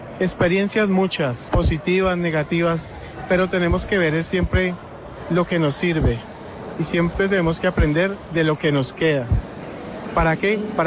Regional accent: Colombia

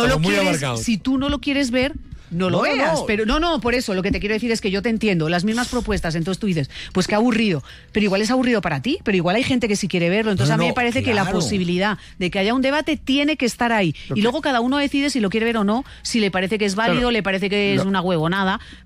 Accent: Spain; now in Colombia; yo no puedo votar porque soy española

